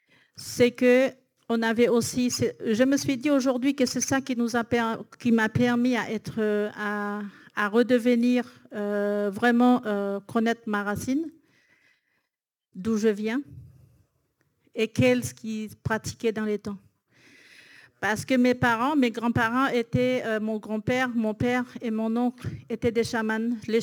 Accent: French Guiana; also born or lived in Maripasoula / Camopi; Alors moi, je suis à cheval sur les deux rivières, c'est-à-dire Marie Pasula, d'où d'origine ma mère, présente avec moi. Elle découvre la ville de France. Ma mère, elle était là. Mon père, il est de Kamopi, donc je suis à cheval

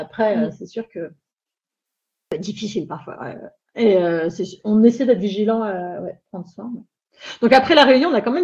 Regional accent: Provence-Alpes-Côte d'Azur, France; Parce que moi, je viens des Alpes-de-Haute-Provence, donc de la moyenne montagne, où il y a beaucoup, beaucoup moins de pollution.

